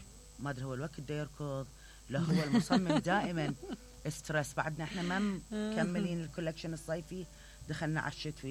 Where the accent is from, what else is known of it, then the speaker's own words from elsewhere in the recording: Iraq; أنا كعراقية وبراندي عراقي